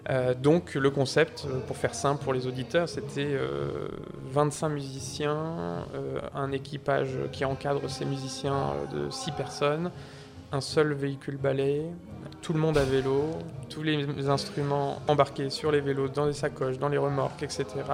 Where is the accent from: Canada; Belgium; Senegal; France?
France; Hauts-de-France; moved away; je viens de la Somme au départ, toute ma famille de longue date est de la Somme et Picarde.